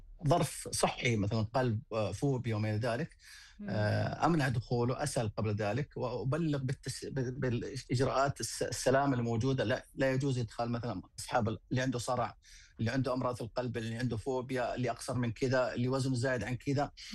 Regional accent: Saudi Arabia; عندنا في السعودية

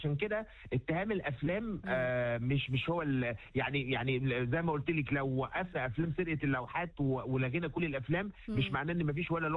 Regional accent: Egypt; احنا عندنا في مصر

